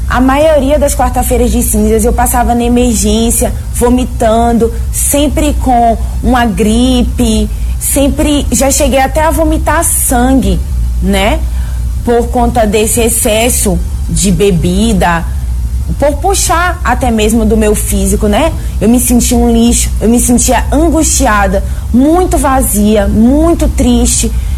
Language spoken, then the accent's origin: Portuguese; Salvador, Bahia, Brazil; por ser uma cultura aqui da cidade de onde eu nasci, que é Salvador, Bahia.